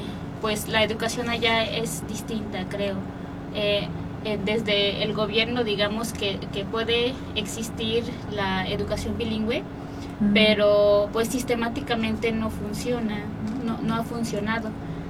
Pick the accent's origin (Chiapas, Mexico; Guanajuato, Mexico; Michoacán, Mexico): Chiapas, Mexico; Nosotras somos hablantes de la lengua maya tzotzil. Y somos originarias de los Altos de Chiapas.